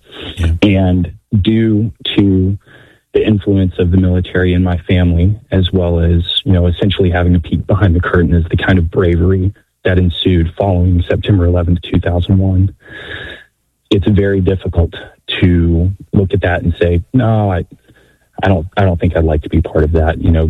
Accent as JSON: {"language": "English", "region": "Texas", "country": "United States", "tie": "born or raised there", "moved": "yes", "said": "I was raised in North Texas"}